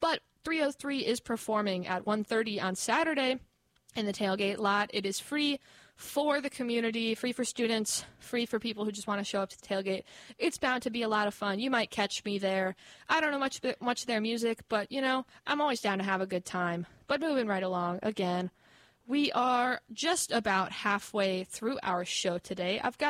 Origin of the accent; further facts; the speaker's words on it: Illinois, United States; I'm from Illinois. Let's start with that. But I'm from Cardinals country. The town where I'm from is a lot closer to St. Louis than we are to Chicago.